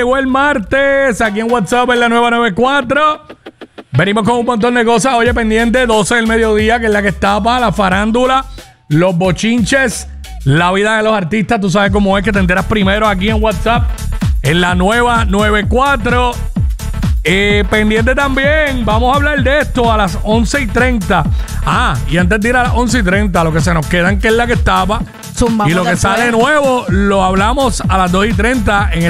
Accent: Cabo Rojo, Puerto Rico; soy del área suroeste, específicamente de Cabo Rojo, que todos sabemos que los que somos de Cabo Rojo

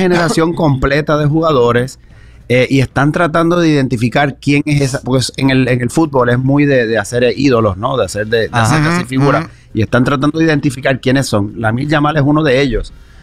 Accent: Argentina; nosotros como argentinos no lo vamos a sufrir tanto si lo perdemos.

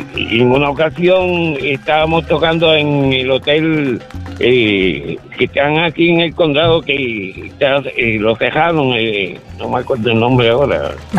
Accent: Ciales, Puerto Rico; now in Manatí, Puerto Rico; Y mi papá también, y yo básicamente, porque vivo en Manatí, pero venimos de Ciales.

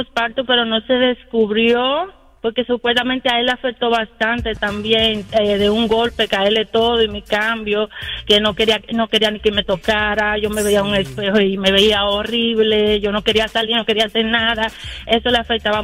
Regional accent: Dominican Republic; now in United States; Se lo conté a mi doctora, se lo conté a mi familia, y como dominicana, al fin, cuando tú dices cosas así, dicen que uno inventándose los síntomas

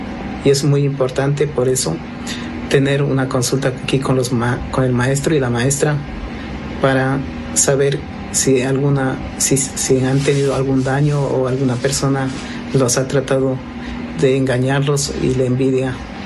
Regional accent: Cuenca, Azuay, Ecuador; Pertenezco a Cuenca.

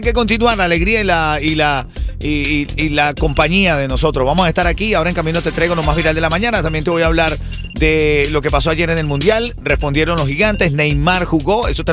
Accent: Venezuela; now in Miami, United States; El mundo entero conmocionado ante esta terrible tragedia en mi país, en Venezuela.

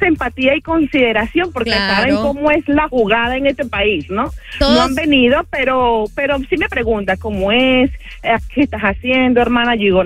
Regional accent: Venezuela; moved away as an adult; Sí, mi familia, soy venezolana. Uh-huh. Voy para 9 años en este país.

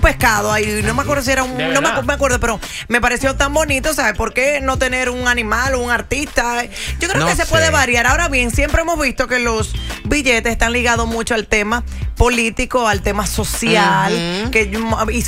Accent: Dominican Republic; Por lo menos en mi país, ahí están los símbolos patrios, están los próceres de nuestra independencia, que obviamente fueron quienes nos dieron esa posición de República Dominicana.

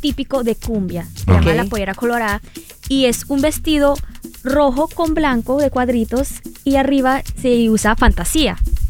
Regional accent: Miami, Florida, United States; born there; yo nací aquí en Miami, pero mis padres son colombianos, barranquilleros. Mi padre es barranquillero y mi madre es de Medellín, pero yo siempre he llevado esa sangre colombiana, esas raíces.

